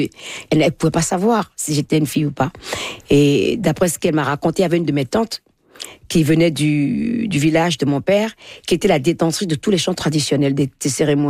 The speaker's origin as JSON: {"language": "French", "country": "Benin", "tie": "born there", "said": "je suis née au Bénin."}